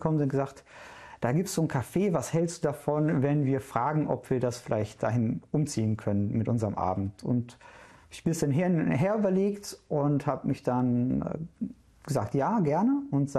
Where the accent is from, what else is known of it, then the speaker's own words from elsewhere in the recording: Duisburg, North Rhine-Westphalia, Germany; also born or lived in Essen; ich bin in Essen geboren, in Duisburg aufgewachsen, habe in Mülheim Zivildienst gemacht.